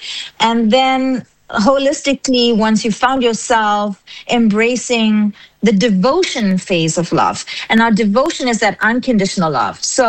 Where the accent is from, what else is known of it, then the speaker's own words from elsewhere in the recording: South Africa; I'm keeping in touch with who I am as a South African.